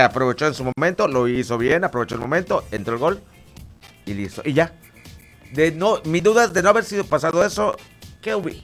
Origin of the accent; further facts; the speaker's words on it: Yucatán, Mexico; orgullosamente mexicano y yucateco.